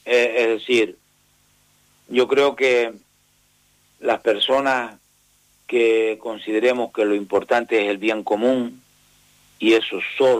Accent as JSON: {"language": "Spanish", "region": "Canary Islands", "country": "Spain", "said": "Luego, ese es nuestro origen y nuestra entrada como pueblo canario en la historia."}